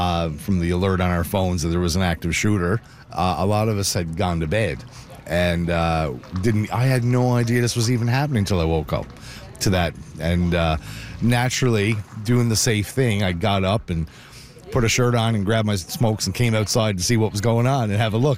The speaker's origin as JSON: {"language": "English", "region": "Newfoundland and Labrador", "country": "Canada", "said": "Like, I'm a Newfoundlander. Have you ever seen Snowmageddon when the storms hit in Newfoundland?"}